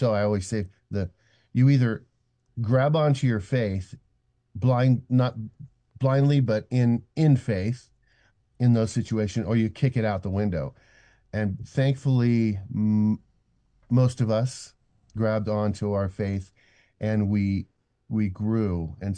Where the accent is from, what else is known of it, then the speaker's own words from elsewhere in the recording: Eugene, Oregon, United States; I was born and raised in Eugene, Oregon. My parents are from Butte, Montana.